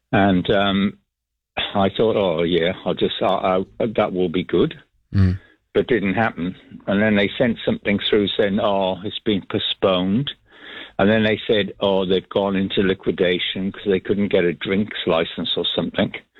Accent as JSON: {"language": "English", "region": "Wales", "country": "United Kingdom", "said": "I'm Welsh, and … was Welsh"}